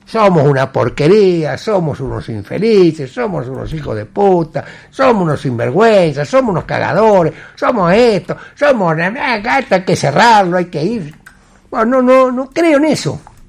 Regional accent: Sunchales, Santa Fe, Argentina; moved away as an adult; also born or lived in Maciá, Entre Ríos; now in Santa Fe, Argentina; no nací en París. Nací en Maciá, como me acaba de recordar a alguien, me crié en Sunchal y desde mi adolescencia, a los 18 años, vivo en Santa Fe.

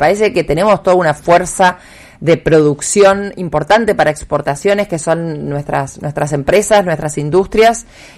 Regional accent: Santa Fe, Argentina

